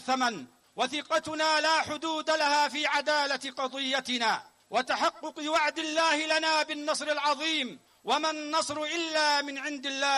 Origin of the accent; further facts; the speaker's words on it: Yemen; فنحن كشعب يمني أنفسنا وأرواحنا وحياتنا وأموالنا وما نملك فداء لمكة المكرمة